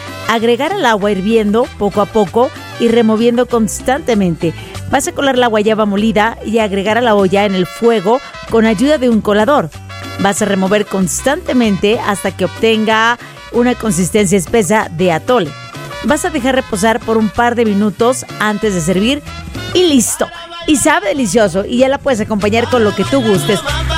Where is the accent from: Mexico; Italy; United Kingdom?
Mexico; Mazatlán, Sinaloa; Y yo sí soy marinera porque soy de Mazatlán, Sinaloa. Soy de mar, sí señor. Soy costeña.